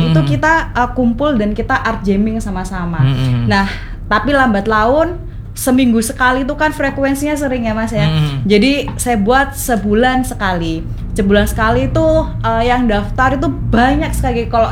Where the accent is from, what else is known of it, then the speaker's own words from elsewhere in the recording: Surabaya, East Java, Indonesia; born there; moved away; also born or lived in Bali; Saya asli Surabaya.